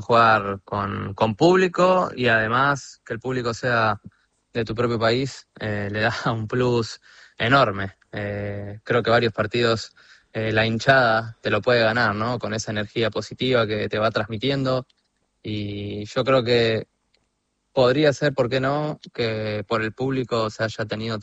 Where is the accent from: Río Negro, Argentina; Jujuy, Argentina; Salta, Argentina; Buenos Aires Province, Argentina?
Buenos Aires Province, Argentina; La Plata; Yo soy de La Plata, de La Plata.